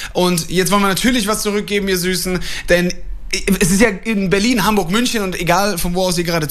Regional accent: Italy; für mich als Italiener

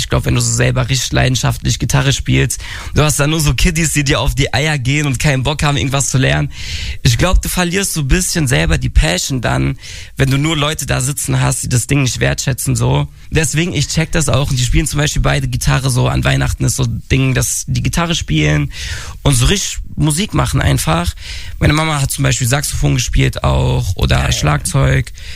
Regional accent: Dortmund, North Rhine-Westphalia, Germany; ich bin in Dortmund aufgewachsen, 4-4 Ruhrpott, NRW, Ruhrgebiet.

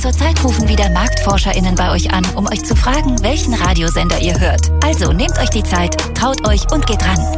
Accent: Frankfurt am Main, Hesse, Germany; Ich komme aus Frankfurt am Main.

